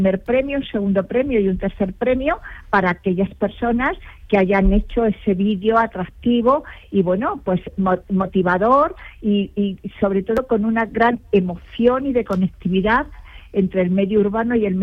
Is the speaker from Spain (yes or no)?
yes; Spain; nuestra identidad rural, nuestra identidad como españoles.